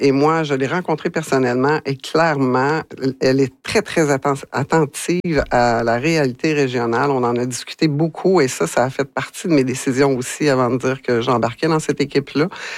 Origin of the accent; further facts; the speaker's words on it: Val-d'Or, Quebec, Canada; une fille de l'Abitibi depuis toujours. Je suis née à Val-d'Or. Je me suis construite à Val-d'Or, comme je le dis à tous les jours. J'ai fait ma carrière à Val-d'Or. Je suis vraiment une fille d'ici